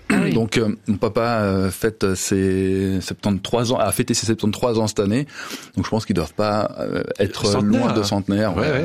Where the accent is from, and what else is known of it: Denain, Hauts-de-France, France; born or raised there